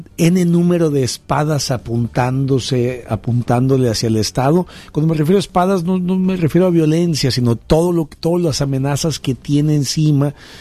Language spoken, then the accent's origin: Spanish; Mexico; nos encontramos inmersos como mexicanos